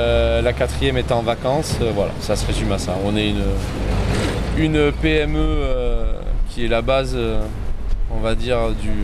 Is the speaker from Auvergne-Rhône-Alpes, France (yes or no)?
no; Bordeaux, Nouvelle-Aquitaine, France; Je suis originaire de Bordeaux et donc depuis 26 ans, tous les jeudis, je viens à Hoche pour faire le marché.